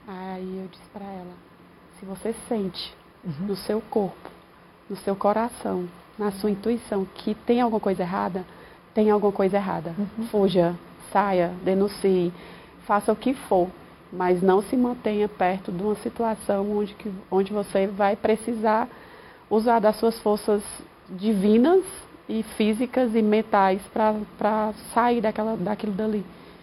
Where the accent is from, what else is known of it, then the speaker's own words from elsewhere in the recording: Fortaleza, Ceará, Brazil; moved away; Eu não sou daqui, eu sou de Fortaleza, eu vim para cá para tentar uma vida melhor.